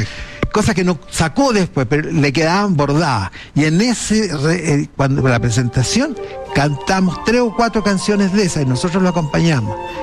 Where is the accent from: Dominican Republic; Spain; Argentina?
Argentina; moved away; mi hermano, yo y otro argentino.